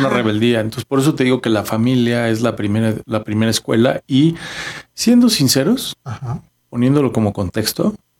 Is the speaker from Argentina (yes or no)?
no; Mexico; así somos los mexicanos.